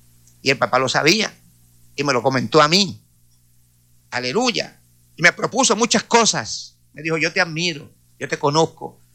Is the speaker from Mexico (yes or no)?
no; Corozal, Puerto Rico; un alcalde de Corozal de mi pueblo